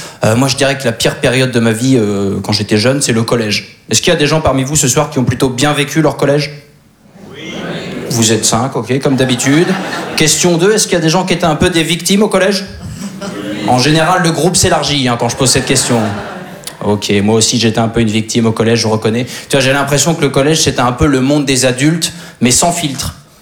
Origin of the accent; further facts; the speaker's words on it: Normandy, France; Bah, comme il a dit … Alors moi je suis originaire de Basse-Normandie.